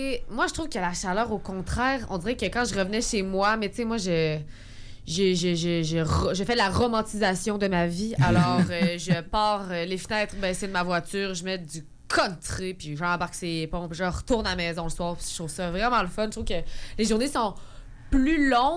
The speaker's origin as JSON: {"language": "French", "town": "Sainte-Marie", "region": "Quebec", "country": "Canada", "tie": "born or raised there", "said": "dans mon village, où est-ce que j'ai étudié au secondaire, Sainte-Marie-de-Beauce."}